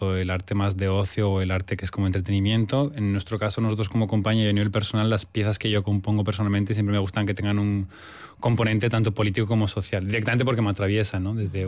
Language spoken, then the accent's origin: Spanish; Aragon, Spain; also born or lived in Rif, Morocco; porque soy aragonés, marroquí, rifeño.